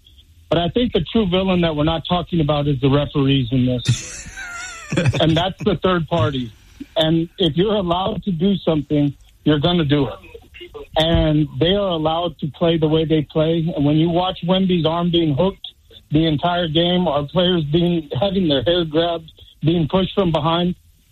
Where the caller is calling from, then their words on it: San Antonio, Texas, United States; I am from San Antonio, obviously.